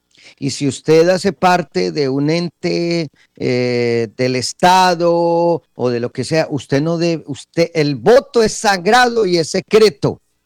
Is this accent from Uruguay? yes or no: no; Colombia; Nuestro deber como colombianos